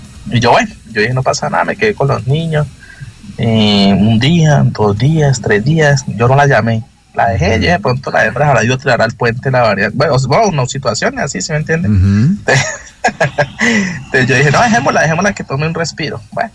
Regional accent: Neiva, Huila, Colombia; Pues, resulta que nosotros somos de Neiva, ¿sí?

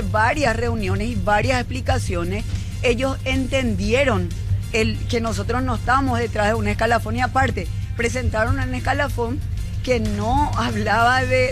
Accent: Paraguay; Nosotros, como ciudadanos paraguayos, tenemos derecho

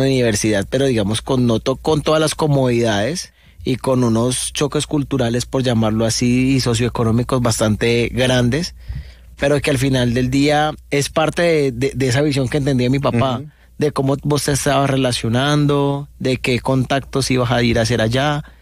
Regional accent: Cali, Valle del Cauca, Colombia; Yo soy del sur de Cali. desde el barrio Limonar. Pues viví muy pequeño en el norte, pero fue pasajero. Y ya radicado en el sur de Limonar.

